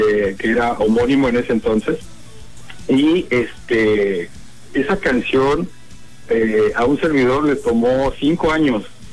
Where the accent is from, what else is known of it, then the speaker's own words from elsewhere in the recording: State of Mexico, Mexico; born there; somos del Estado de México, nosotros también.